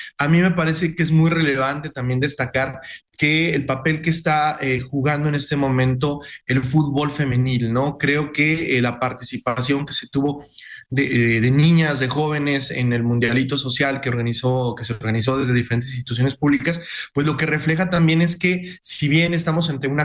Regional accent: Mexico; nosotros como comunidad, como mexicanos.

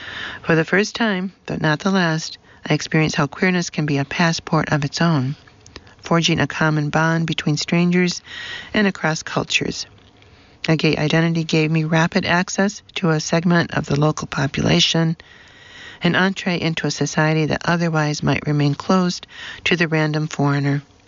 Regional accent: United States; The difficulty I had wrapping my head around that notion revealed to me just what growing up in the States had done to me.

